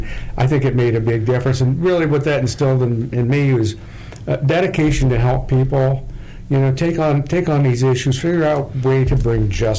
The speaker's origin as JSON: {"language": "English", "town": "Clearwater", "region": "Florida", "country": "United States", "tie": "born there", "said": "I was born in Clearwater many years ago"}